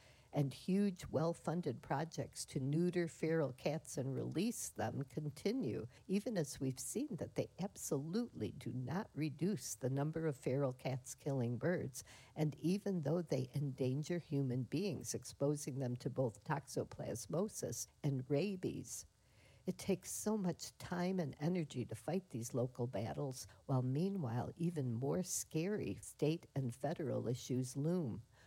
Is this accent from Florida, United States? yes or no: no; Chicago, Illinois, United States; now in Duluth, United States; I grew up in Chicago